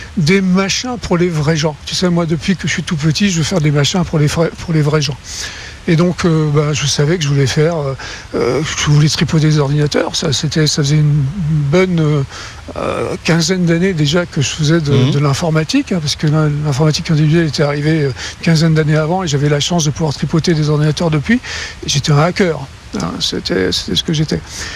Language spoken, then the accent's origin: French; France; accent: French; now in United States; Donc, j'ai gardé un accent très français aujourd'hui, mais bon, ça va mieux. Et donc, j'ai appris à parler anglais.